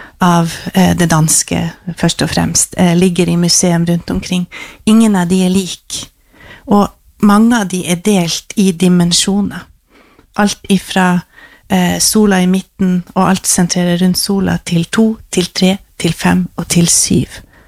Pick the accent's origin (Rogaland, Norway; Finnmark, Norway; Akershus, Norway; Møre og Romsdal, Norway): Finnmark, Norway